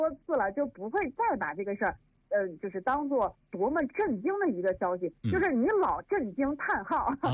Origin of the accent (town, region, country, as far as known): China